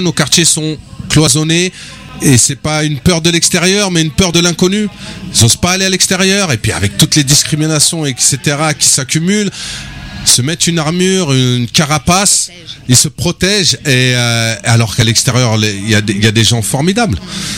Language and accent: French; Mantes-la-Jolie, Île-de-France, France; moi, je suis originaire de Mantes-la-Jolie, j'ai 45 ans. Donc un sacré passif à Mantes. J'ai à cœur d'ouvrir la jeunesse, d'aller à l'extérieur du quartier. C'est vrai que moi j'ai grandi une grande partie de ma jeunesse au quartier.